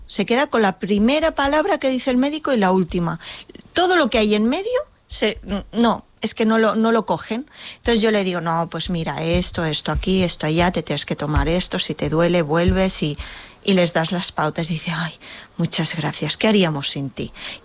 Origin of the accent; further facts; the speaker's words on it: Molins de Rei, Catalonia, Spain; also born or lived in Barcelona; yo nací en Barcelona, soy nacida en Barcelona, pero yo me he criado aquí en Molins.